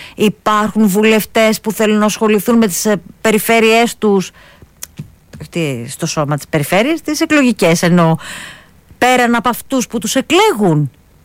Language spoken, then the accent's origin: Greek; Western Greece, Greece; επειδή κατά το ίμιση είμαι και από την Αχαΐα